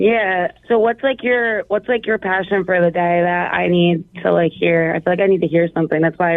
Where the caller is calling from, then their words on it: Pennsylvania, United States; I live in Pennsylvania.